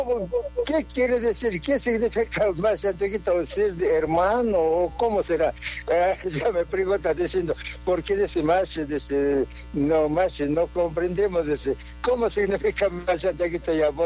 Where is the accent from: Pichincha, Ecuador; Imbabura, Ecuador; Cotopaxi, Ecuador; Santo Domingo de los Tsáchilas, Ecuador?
Cotopaxi, Ecuador; de mi tierra, de Chiñalo Alto